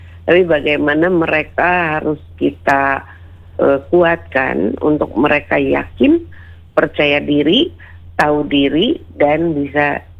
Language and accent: Indonesian; West Java, Indonesia; jati diri kita sebagai Sunda, sebagai Indonesia